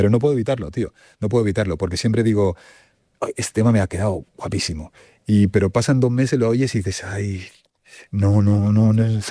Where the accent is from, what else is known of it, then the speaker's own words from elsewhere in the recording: Torrejón, Community of Madrid, Spain; Pues si yo soy de Torrejón, ¿sabes?